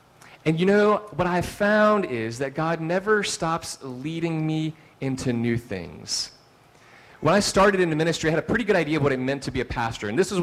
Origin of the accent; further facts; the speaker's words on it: Live Oak, Florida, United States; moved away as an adult; Leah and I grew up in North Florida, Live Oak to be precise, a really small town. From the time I was born to the time I went to college, I grew up in First United Methodist Church in Live Oak, Florida